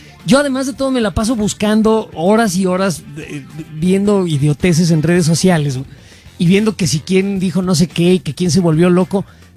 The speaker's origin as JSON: {"language": "Spanish", "country": "Mexico", "said": "veo la porque jodones somos los mexicanos, ¿no?"}